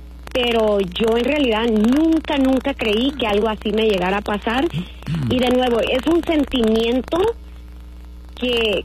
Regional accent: Mexico; Cuando éramos niños, nosotros, de nuevo, yo soy de México, nosotros en tiempo del Día de los Muertos íbamos con mis primos al panteón a dejar velas

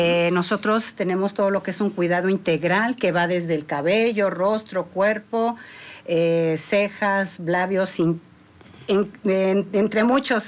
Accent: Atlixco, Puebla, Mexico; Yo vengo de Atlixco, soy originaria de allá

